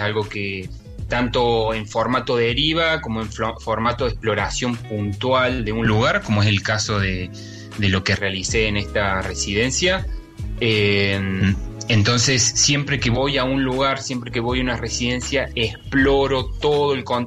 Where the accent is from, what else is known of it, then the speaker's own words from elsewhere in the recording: Argentina; Y tuve la suerte de ser argentino y de poder quedarme dos noches en el campo base